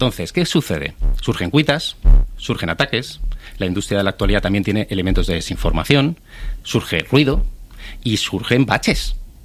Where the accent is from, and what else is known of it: San Sebastián, Basque Country, Spain; now in Madrid, Spain